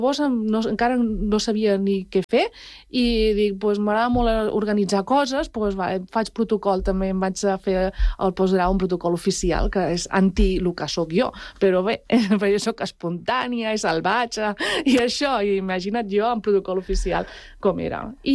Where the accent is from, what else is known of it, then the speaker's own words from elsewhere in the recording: Palau-sator, Catalonia, Spain; Jo a vegades, no, sóc de la Bisbal, saps? De l'Empordà, no sé què, tal, no, sóc de Palau-sator, i ara ho dic ben alt, no? I sóc de pagès.